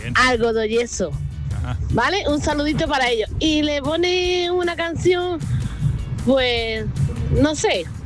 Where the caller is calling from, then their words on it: Ronda, Andalusia, Spain; de Ronda.